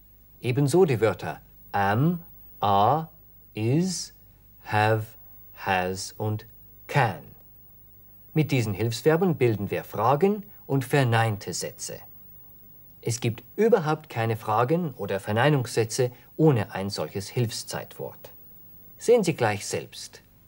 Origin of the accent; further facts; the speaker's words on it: England, United Kingdom; I speak English. Naja, Kunststück. Ich bin ja Engländer.